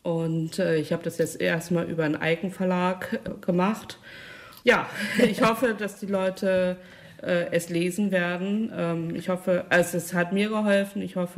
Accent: Rheda-Wiedenbrück, North Rhine-Westphalia, Germany; born there; moved away as an adult; now in Hamm, Germany; ich bin nicht gebürtige Hammenserin. Ich wohne erst seit 2011 in Hamm. Gebürtig komme ich aus Reda-Wiedenbrück.

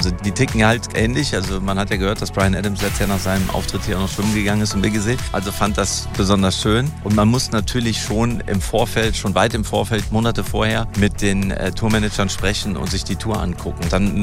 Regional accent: Gummersbach, North Rhine-Westphalia, Germany; Ich komme aus Gummersbach, ganz in der Nähe, das sind 20 Minuten von hier

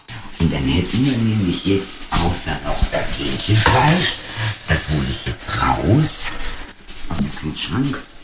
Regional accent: Spain; als Spanierin

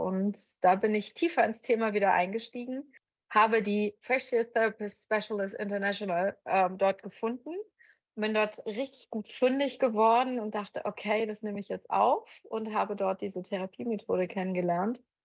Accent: Bonn, North Rhine-Westphalia, Germany; Ich komme aus Bonn, bin Logopädin in Bonn.

